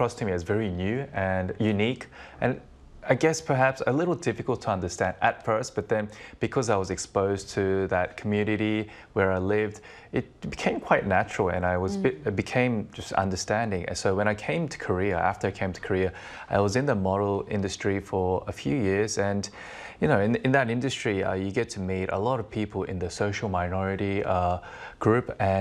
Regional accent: Sydney, New South Wales, Australia; I grew up in Sydney

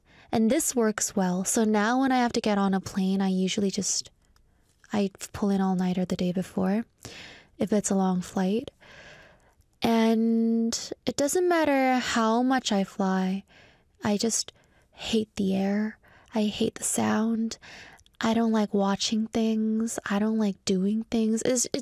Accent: Canada; now in Korea; I was born and raised in Canada

